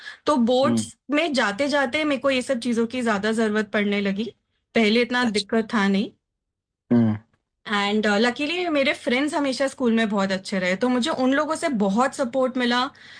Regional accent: Delhi, India; moved away as an adult; now in Kolkata, India; So originally मैं दिल्ली से हूँ, एंड शादी के बाद ही मैं कोलकाता शिफ्ट हुई।

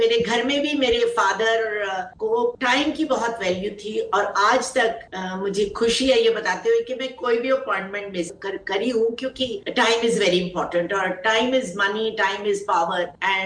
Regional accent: Dalhousie, Himachal Pradesh, India; डलहौजी हमारा home town है जहाँ हम 1880 से रह रहे हैं, तो वहीं पे हम सेटल्ड थे

